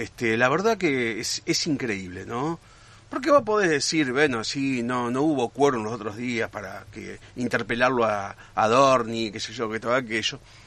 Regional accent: Diamante, Entre Ríos, Argentina; born there; now in Paraná, Argentina; Yo soy entrerriano, ¿qué va a ser? Soy de acá, nací en Diamante y vivo acá en Paraná.

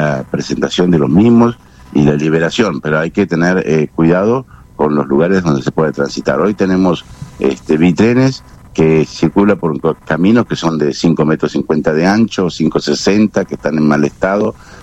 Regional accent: Bahía Blanca, Buenos Aires Province, Argentina; yo soy de Bahía Blanca, sí.

